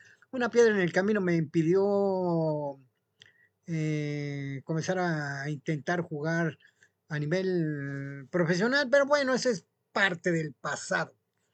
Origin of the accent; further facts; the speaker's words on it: Mexico; porque soy orgullosamente mexicano.